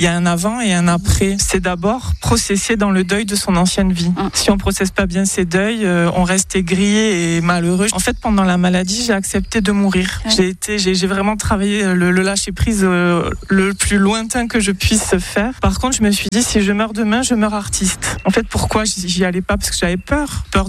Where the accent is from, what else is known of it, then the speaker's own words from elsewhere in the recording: Bayonne, Nouvelle-Aquitaine, France; j'ai 48 ans et je suis de Bayonne.